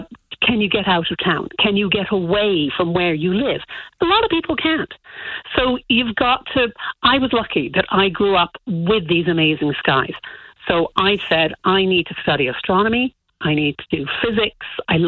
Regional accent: Ontario, Canada; now in Ireland; So I grew up in Canada, outside of Ottawa, in a beautiful dark sky location, a small housing development on a golf course.

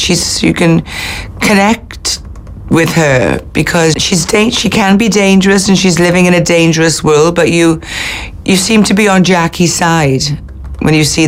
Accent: Wales, United Kingdom; accent: Welsh

